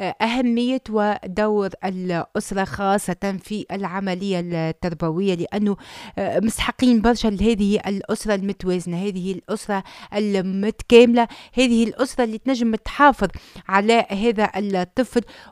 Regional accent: Tunisia; اللي وظفناه احنا كمجتمع تونسي بطريقة خاطئة.

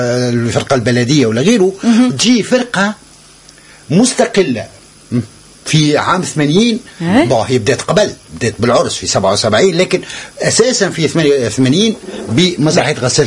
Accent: Tunisia; عندنا في تونس

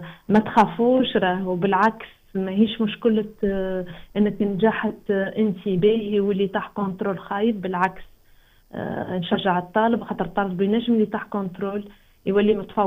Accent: Tunisia; moved away as an adult; now in Saudi Arabia; أنا من تونس العاصمة، من الوسط التونسي، من جنوب تونس، أنا واحدة من تونس الكل يعني، نمثل بلاد تونسية كاملة

